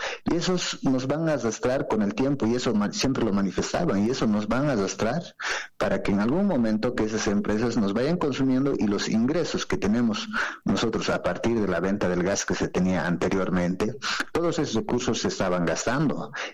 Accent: Bolivia; como ciudadanos, como bolivianos

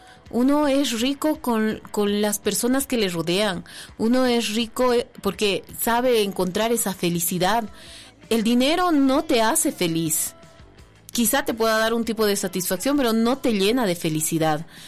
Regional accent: Bolivia; solo somos uno más, un boliviano más

